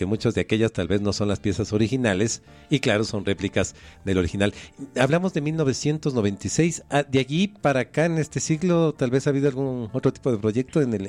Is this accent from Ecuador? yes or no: yes; Ecuador; tenemos como ecuatorianos.